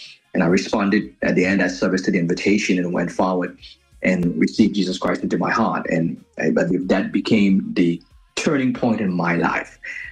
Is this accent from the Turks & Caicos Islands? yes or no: yes; Providenciales, Turks & Caicos Islands; also born or lived in South Caicos; I was born right here in Providence, Hillies. I grew up in one of the local communities here, the community of the Bight.